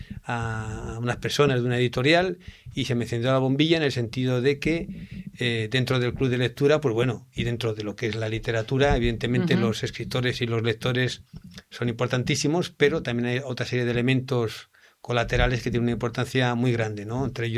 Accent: Azerbaijan; Soy de Azerbaiyán.

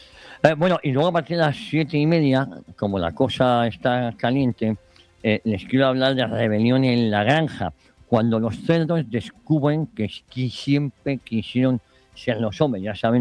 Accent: Spain

